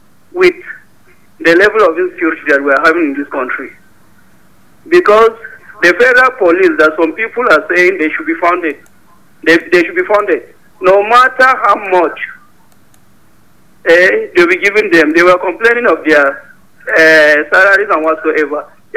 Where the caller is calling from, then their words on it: Jos, Plateau, Nigeria; calling from Lamingo Road.